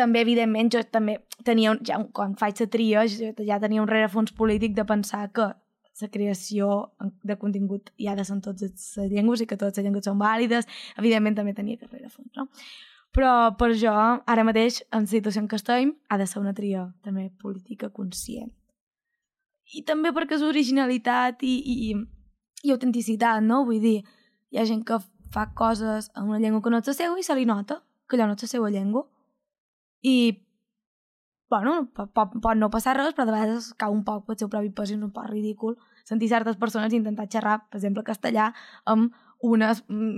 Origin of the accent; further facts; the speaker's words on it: Ciutadella, Balearic Islands, Spain; I si puc anar a Ciutadella, no? Perquè, bé, si en Ciutadella som molt de Ciutadella, ja ho sabeu, som molt pesats, som molt xovinistes, bla, bla, bla.